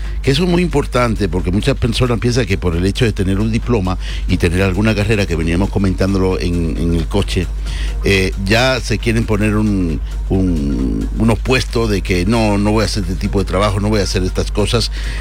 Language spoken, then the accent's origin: Spanish; Dominican Republic; nosotros como los dominicanos